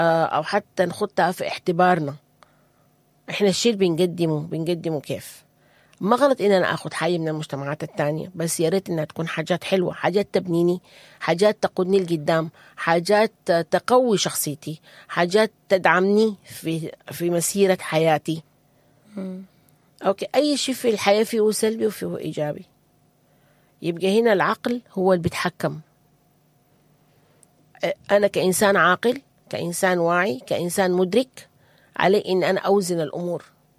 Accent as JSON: {"language": "Arabic", "country": "Sudan", "said": "هنا إحنا كسودانيين"}